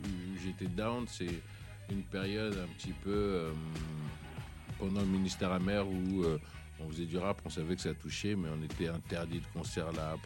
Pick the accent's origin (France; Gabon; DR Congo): DR Congo; Moi, j'ai de la chance, je viens du Congo.